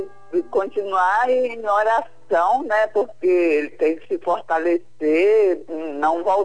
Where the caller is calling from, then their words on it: Cachoeiro de Itapemirim, Espírito Santo, Brazil; Cachoeira de Itapemirim, Espírito Santo